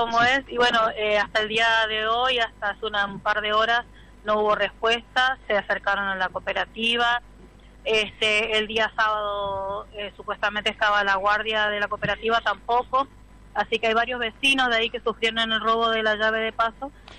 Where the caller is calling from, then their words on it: Barranqueras, Chaco, Argentina; yo estoy vivo en Barranquera